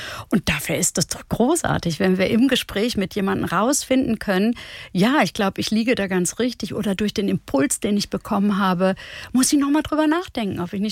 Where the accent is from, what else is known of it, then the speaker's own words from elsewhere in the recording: Herford, North Rhine-Westphalia, Germany; In Ostwestfalen-Lippe, in der Nähe von Bielefeld. Die Stadt heißt Herford und ist bekannt für ihr Pilz. Und dort bin ich groß geworden mit Großeltern, die beide zwei Weltkriege hinter sich hatten